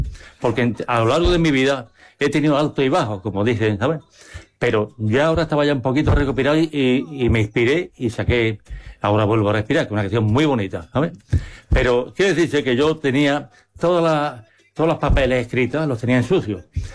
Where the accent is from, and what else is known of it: Palma del Río, Andalusia, Spain